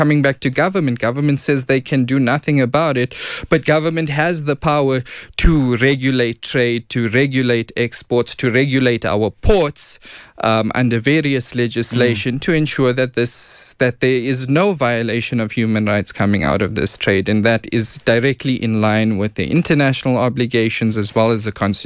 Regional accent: South Africa; As South African civil society, we really need people to be talking about this issue.

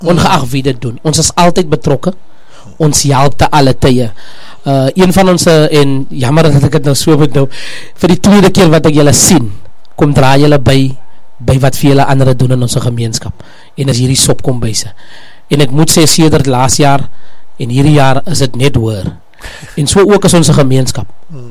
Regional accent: Plettenberg Bay, Western Cape, South Africa; ek is maar een gebore sienkie in Plettenberg Bay.

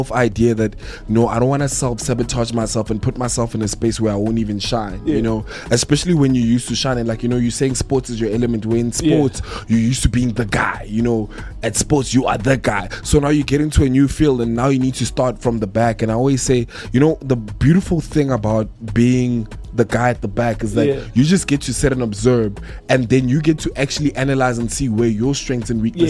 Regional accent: Pretoria, Gauteng, South Africa; accent: Mamelodi Tswana; Now I'm from Mamelodi. So obviously, my Tswana is a bit like, you know, Kemostrateng, Joe.

